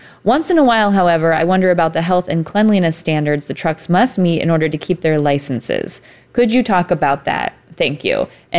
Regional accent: Ohio, United States; Shout out to the 330, my hometown.

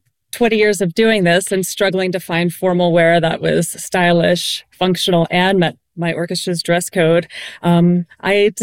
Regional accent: Salt Lake City, Utah, United States; from Salt Lake City

